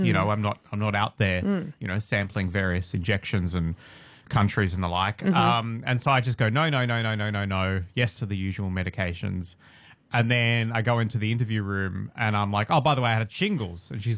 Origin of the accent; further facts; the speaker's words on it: Melbourne, Victoria, Australia; Well, so I grew up in McKinnon in Melbourne.